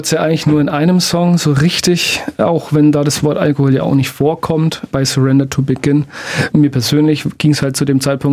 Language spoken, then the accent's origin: German; Bavaria, Germany; Also ich bin Mann, ich komme aus Franken